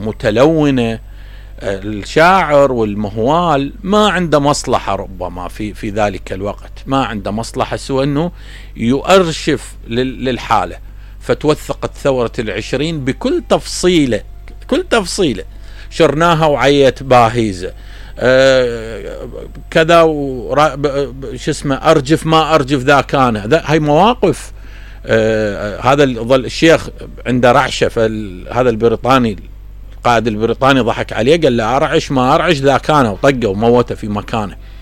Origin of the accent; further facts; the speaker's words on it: Iraq; احنا كعراقيين